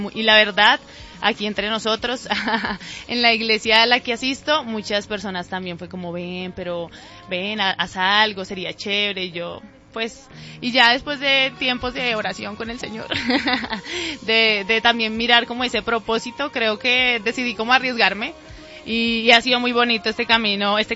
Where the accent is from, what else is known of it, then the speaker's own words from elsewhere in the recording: Bogotá, Bogotá Capital District, Colombia; Rola, sí, de Bogotá.